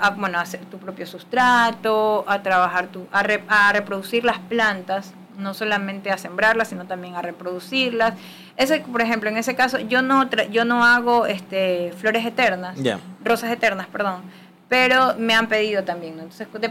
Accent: Milagro, Guayas, Ecuador; yo soy de Milagro, de la ciudad de Milagro, donde es el lugar de las plantas, digo yo.

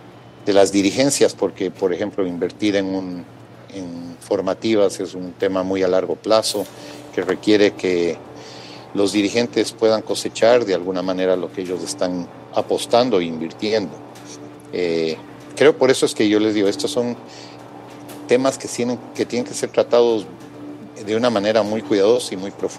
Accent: Ecuador; como independiente y como ecuatoriano, como amante del fútbol

